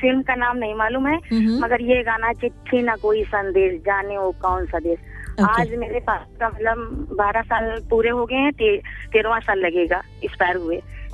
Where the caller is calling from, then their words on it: Lucknow district, Uttar Pradesh, India; ग्राम post. मेरे गांव का नाम है चिरुवा, मैं रहने वाली, मेरे गांव का नाम मैम चिरुवा, जिला लखनऊ, थाना बंथरा से बोल रही हूँ।